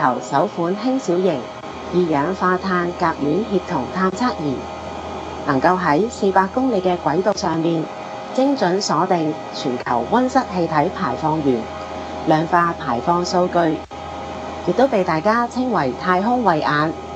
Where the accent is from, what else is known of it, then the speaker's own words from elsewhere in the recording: Hong Kong; 身为香港人